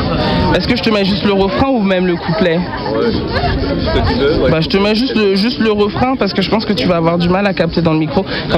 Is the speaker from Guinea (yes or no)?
no; Saint-Germain-en-Laye, Île-de-France, France; born there; Je suis né à Saint-Germain-en-Laye, donc en région parisienne. Mes parents sont d'origine béninoise.